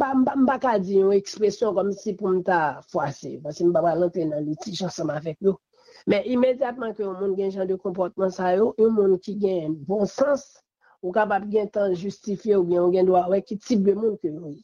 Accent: Haiti; Et je ne crois pas que c'est seul président Aristide, en tant que haïtien seulement, que nous gagnons.

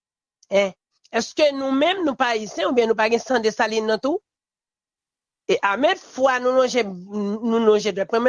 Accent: Haiti

